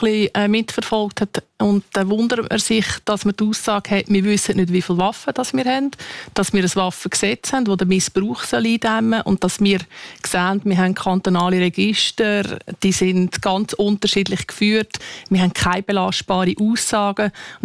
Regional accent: Aargau, Switzerland; Ja, ich bin im Aargau aufgewachsen.

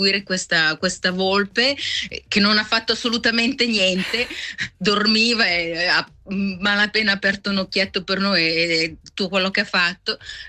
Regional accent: Collina d'Oro, Ticino, Switzerland; now in Canada; Sono originaria di Scairolo di Montagnola.

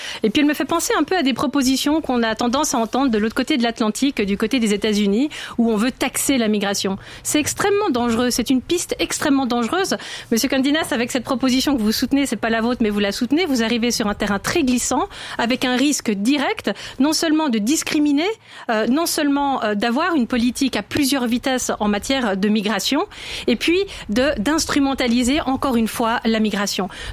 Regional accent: Geneva, Switzerland; je suis genevoise, ville et canton cosmopolite

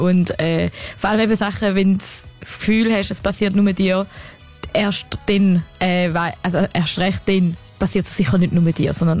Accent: Appenzell Ausserrhoden, Switzerland; Genau, ich komme ja aus dem Appenzell Ausserrhoden.

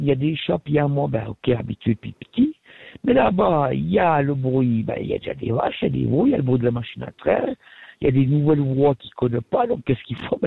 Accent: Valais, Switzerland; Parce que j'ai des emmerdes, je suis du Valais, j'ai des flics au cul parce que je me promène à pieds nus

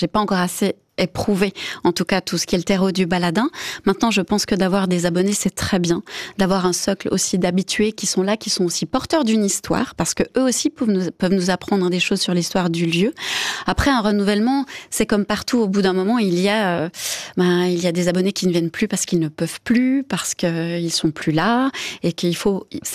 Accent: Bern, Switzerland; mon parcours fait que je viens du canton de Berne, que je viens d'un autre pays, d'un autre continent.

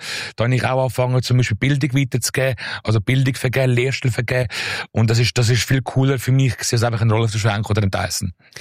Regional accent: Italy; Also, ich als Italienerin

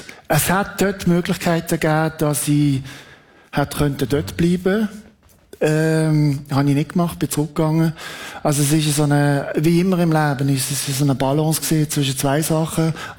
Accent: Switzerland

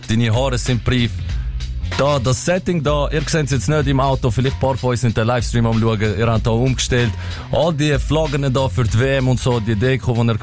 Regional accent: Switzerland; Ich komme aus Pfaffiger Schweiz. Ich bin 22. Ich mache Schweizer Rap und nebenbei arbeite ich auf der Baustelle als Maurer.

